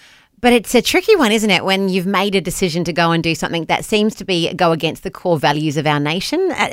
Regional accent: Australia; I've got an Aussie passport, I'm an Australian

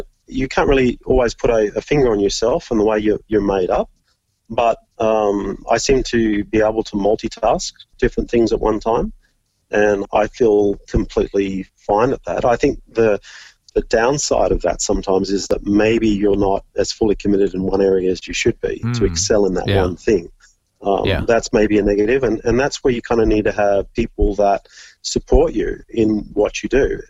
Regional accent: Orange, New South Wales, Australia; But, I loved growing up in Orange and experiencing snow, which a lot of Australians don't ever get to see or experience.

